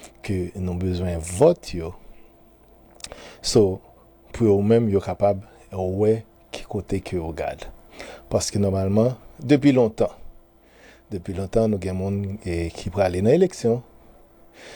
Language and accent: French; Haiti; capable de gagner une image qui est beaucoup plus positive, qui beaucoup une image positive comparativement à l'image que y a bah nous là. Une image de marginalisation, une image côté que nous-mêmes, en tant que peuple, en tant que communauté